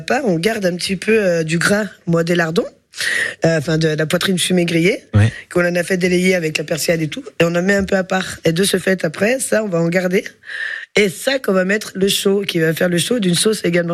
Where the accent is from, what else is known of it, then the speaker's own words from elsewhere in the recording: Lyon, Auvergne-Rhône-Alpes, France; now in Sommières, France; en tant que lyonnais